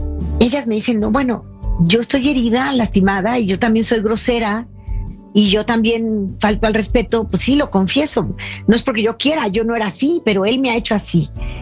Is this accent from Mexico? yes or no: yes; Mexico; México, mi país